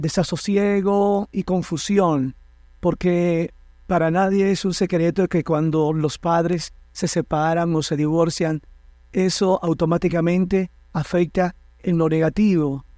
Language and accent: Spanish; Puerto Plata, Dominican Republic; also born or lived in Santiago de los Caballeros; volvimos a Puerto Plata, a donde nací y a donde nacieron la mayoría de mis hermanos. Porque mi papá y mi mamá son de la segunda capital de la República Dominicana, Santiago de los Caballeros, pero tienen mucho tiempo establecidos en Puerto Plata